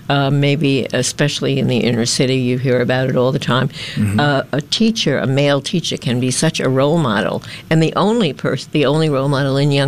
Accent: New York City, New York, United States; I was living in Manhattan, but in New York City. I grew up in New York City, but it was a small town way.

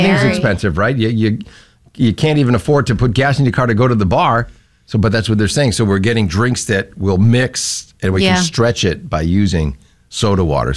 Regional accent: Norwood, Massachusetts, United States; born there; Down in Norwood, Massachusetts.

